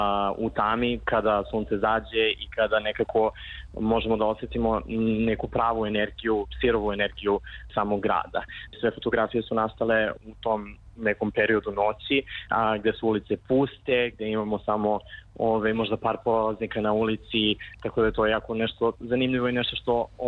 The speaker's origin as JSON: {"language": "Serbian", "town": "Niš", "region": "Nišava District", "country": "Serbia", "lives_now": "Belgrade, Serbia", "said": "U ovom gradu živao sam 5 godina, ja sam inače originalno iz Niša. Došao sam u Beograd"}